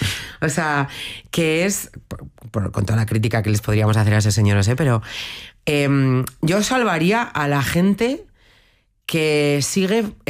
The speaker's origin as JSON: {"language": "Spanish", "town": "Bilbao", "region": "Basque Country", "country": "Spain", "said": "Y en esto igual soy un poco vasca de siglo XX."}